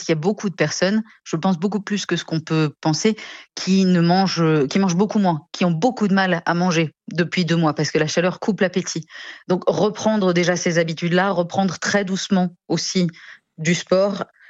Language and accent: French; Nancy, Grand Est, France; moved away; Je viens de Nancy